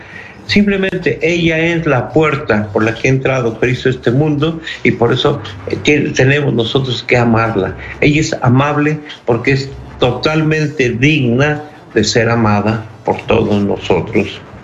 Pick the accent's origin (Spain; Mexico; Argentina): Mexico